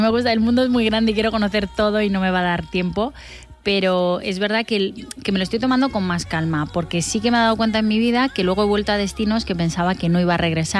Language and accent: Spanish; Spain; siendo española